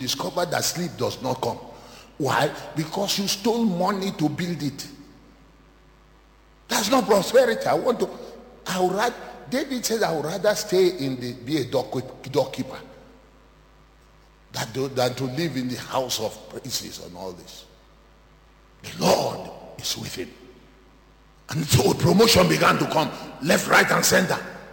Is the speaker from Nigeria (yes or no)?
yes; Nigeria; in our own clan as a Nigerian